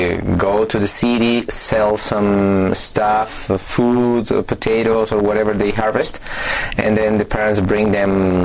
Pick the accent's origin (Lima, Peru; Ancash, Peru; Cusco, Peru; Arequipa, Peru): Cusco, Peru; I was born in the Cusco City, but I passed my first years with my mother in the countryside.